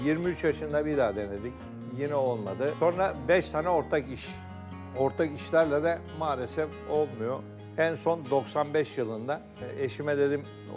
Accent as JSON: {"language": "Turkish", "town": "Mustafakemalpaşa", "region": "Bursa", "country": "Turkey", "tie": "born there", "also_born_or_lived": "Karacabey", "moved": "yes", "said": "Mustafa Kemal Paşa'nın Sarı Mustafalar Köyü'nde dünyaya geldim. Ailemiz sonra çok kalabalık olduğu için 13 kardeş ailemiz. 13 kardeş bakılması zor oluyor köyde. Karacabey'e göç etmişler."}